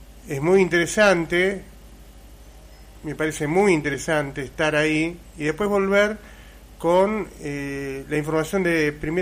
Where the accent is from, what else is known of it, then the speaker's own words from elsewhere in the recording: Puerto Iguazú, Misiones, Argentina; soy parte de Iguazú